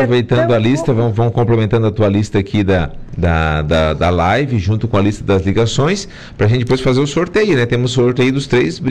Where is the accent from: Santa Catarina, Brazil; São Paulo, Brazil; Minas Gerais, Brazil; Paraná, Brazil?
Santa Catarina, Brazil; Nova Veneza, Urussanga, Siderópolis; now in Araranguá, Brazil; Nova Veneza, Uruçanga, Siderópolis, Turvo, né, da minha terra natal